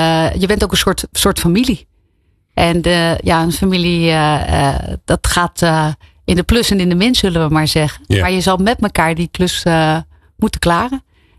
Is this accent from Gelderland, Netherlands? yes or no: no; Rotterdam, South Holland, Netherlands; Ik kom uit Rotterdam.